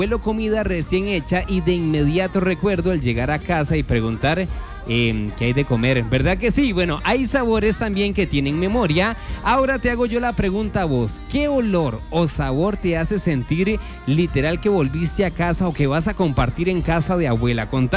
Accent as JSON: {"language": "Spanish", "country": "Costa Rica", "said": "Lo bonito que se siente como costarricense"}